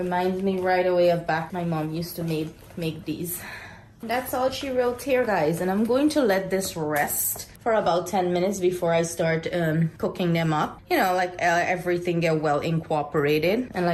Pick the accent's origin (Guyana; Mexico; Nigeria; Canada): Guyana; now in United States; in Guyana, we used to say dosa or chota roti.